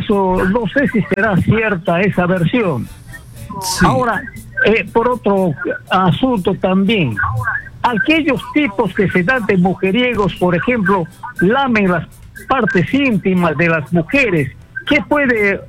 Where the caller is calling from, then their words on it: Iquitos, Loreto, Peru; te llamo de Iquitos.